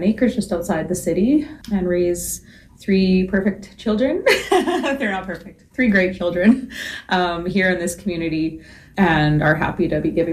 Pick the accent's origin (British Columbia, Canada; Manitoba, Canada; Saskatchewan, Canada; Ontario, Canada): Saskatchewan, Canada; Prince Albert; I'm originally from Prince Albert. Grew up here, did all of my schooling here. Moved to Saskatoon out of high school, did nursing school in Saskatoon, met my husband, who's also from Prince Albert. We lived for about 10 years in Saskatoon, and then we moved back here